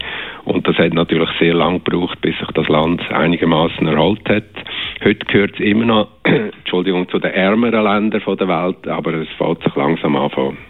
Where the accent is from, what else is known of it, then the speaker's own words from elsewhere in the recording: Switzerland; Und jedes Mal, wenn wir jemandem von den Leuten dort gesagt haben, wir kommen aus der Schweiz, ist entweder Kanta Boppa oder Beat Reichner erwähnt worden.